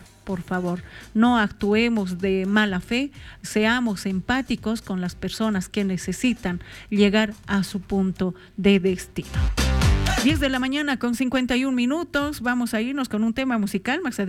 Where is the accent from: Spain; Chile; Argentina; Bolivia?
Bolivia; todos somos bolivianos